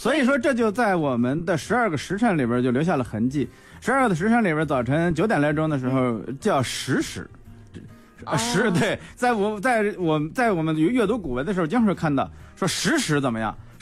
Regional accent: Hebei, China; 实际上我是河北人啊，就是我们老家那边直到上世纪的时候还有的地方是一日两餐的。

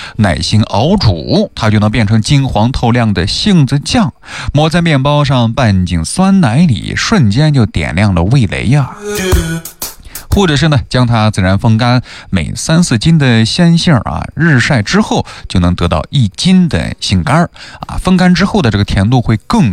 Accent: Xinjiang, China; 对于咱们新疆人来说啊

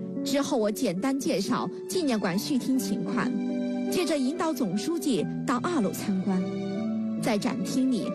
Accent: Yudu, Jiangxi, China; 我的家乡郓都是百万人口大县，千年人文之乡，万里长征之源，以北有虞山而命名为郓都。

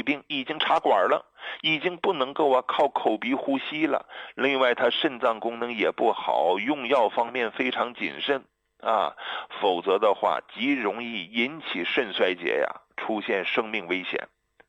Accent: China; 我想教育教育他们，也让他们知道啊，我们中国人不是好欺负的。

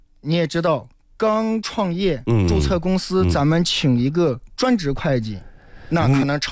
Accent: Xinxiang, Henan, China; moved away as an adult; now in Chuzhou, China; 跟大家提到我的老家是新乡

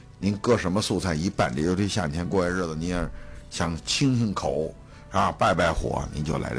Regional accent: Shandong, China; 我们山东人过去就是做的酸辣口啊，

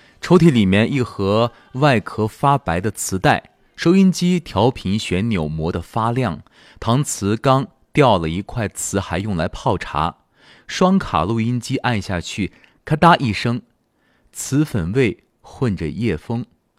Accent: China; 我们中国人

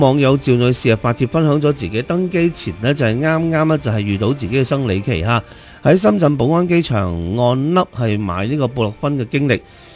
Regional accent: Guangdong, China; 呢啲其實喺我哋廣東係好常見嘅咁樣，

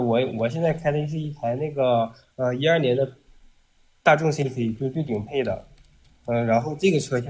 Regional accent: Changchun, Jilin, China; 我是长春，我老家是长春的。

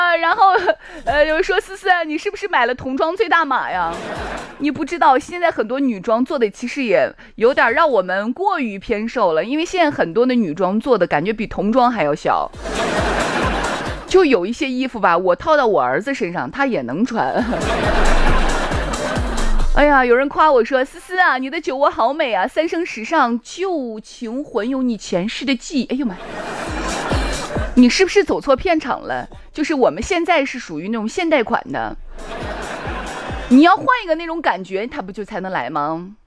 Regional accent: Shaanxi, China; 我们陕西人真的特别好

